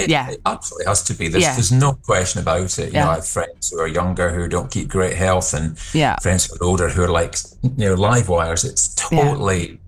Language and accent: English; Scotland, United Kingdom; I'm Scottish.